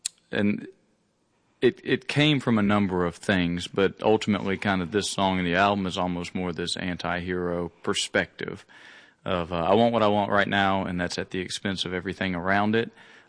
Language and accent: English; Alabama, United States; born there; I was born in Alabama, close to Cheehaw State Park, which is the same, you know, Blue Ridge Mountain system that runs across there.